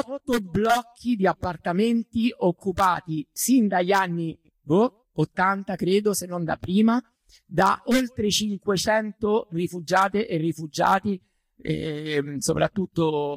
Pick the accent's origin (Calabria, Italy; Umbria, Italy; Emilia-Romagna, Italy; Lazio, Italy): Lazio, Italy; Rome; Scusate, sono da Roma.